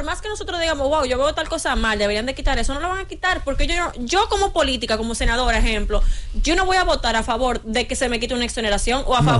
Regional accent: Dominican Republic; ciudadana dominicana

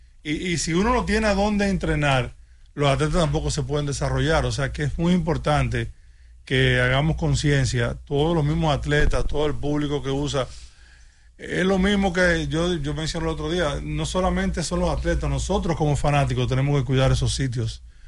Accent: Dominican Republic; nosotros como ciudadanos dominicanos

